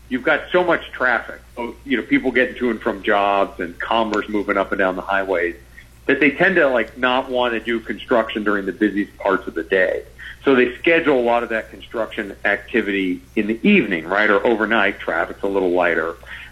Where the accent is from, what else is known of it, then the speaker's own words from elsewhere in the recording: Stuart, Florida, United States; So that's how I ended up getting born and raised in Stuart, Florida.